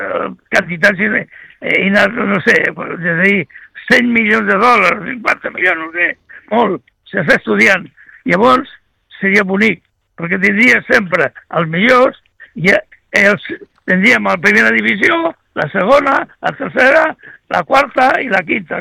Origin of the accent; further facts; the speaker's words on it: Sitges, Catalonia, Spain; Però jo he nascut a Sitges, i llavors jo... I ha amat el golf i tot m'ho ha donat Sitges